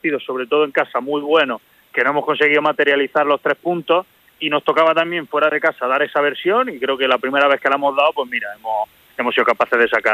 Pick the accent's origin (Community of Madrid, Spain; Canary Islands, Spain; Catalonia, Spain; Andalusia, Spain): Andalusia, Spain; Granada; Yo soy de Granada, yo soy granadino.